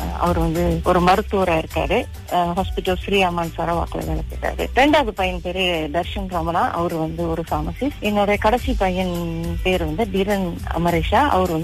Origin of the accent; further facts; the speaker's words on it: Perak, Malaysia; நான் பிறந்து வளர்ந்ததெல்லாம் சும்மூர் பேராக்கல. தொடக்க காலத்துல கம்போங் பீசாங் என்ற ஒரு கிராமத்துல வளர்ந்தேன் நானு.